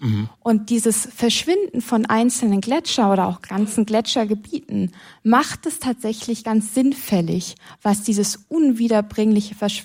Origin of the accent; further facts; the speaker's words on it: Germany; ich komme aus der Nähe von Hamburg